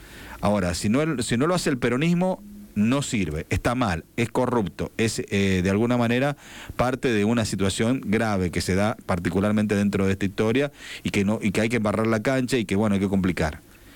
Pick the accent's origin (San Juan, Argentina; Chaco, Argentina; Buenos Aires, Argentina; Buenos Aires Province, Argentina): San Juan, Argentina; los que los votaron somos los sanjuaninos